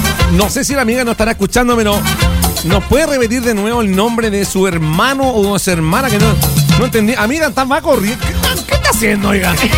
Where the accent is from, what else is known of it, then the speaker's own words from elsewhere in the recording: Quintero, Valparaíso, Chile; Como ustedes saben, yo soy de Quintero, y en Quintero... Y en Quintero, ahí está la Fuerza Aérea, está con el Regimiento de Artillería allá en Quintero.